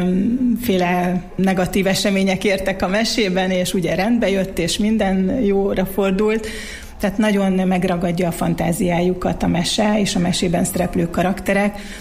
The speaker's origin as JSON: {"language": "Hungarian", "town": "Miskolc", "region": "Borsod-Abaúj-Zemplén", "country": "Hungary", "tie": "born or raised there", "also_born_or_lived": "Norway", "moved": "as an adult", "said": "mi zajlik a szülővárosomban, illetve még a gimnáziumot is itt jártam. Úgyhogy nagyon kedves számomra Miskolc"}